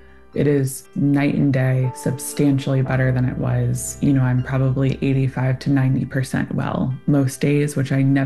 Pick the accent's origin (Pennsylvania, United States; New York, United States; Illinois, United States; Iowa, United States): Illinois, United States; Growing up in Illinois, Lyme disease and ticks, I would say, at least in my area, was not talked about.